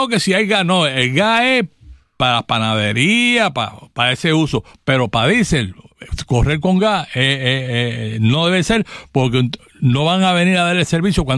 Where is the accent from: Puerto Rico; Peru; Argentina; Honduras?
Puerto Rico; Eso no va a afectar a Puerto Rico porque nosotros somos parte de Estados Unidos y eso no va con nosotros.